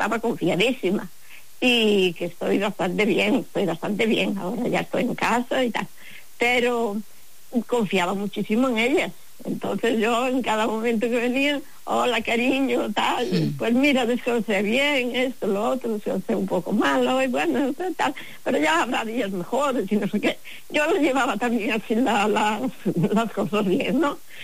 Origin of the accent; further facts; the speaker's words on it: Pontevedra, Galicia, Spain; Hola, buenos días. Soy de aquí de Pontevedra, sí. Junto Pasadón.